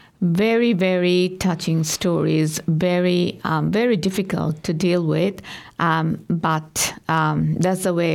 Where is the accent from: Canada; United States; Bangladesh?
Bangladesh; moved away as an adult; I came from Bangladesh 20 years ago as an international student, and I studied education and was a teacher.